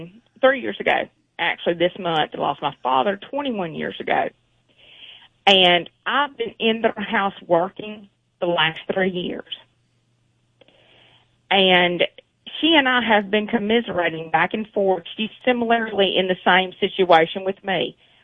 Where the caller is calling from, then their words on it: Alabama, United States; I'm from Alabama.